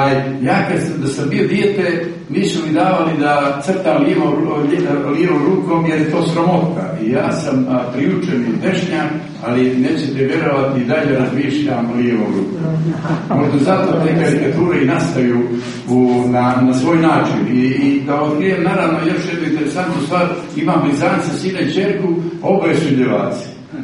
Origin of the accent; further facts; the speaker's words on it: Podgorica, Montenegro; also born or lived in Berane; ja sam bukvalno porastao u Podgorici, a rođen sam u Beranama.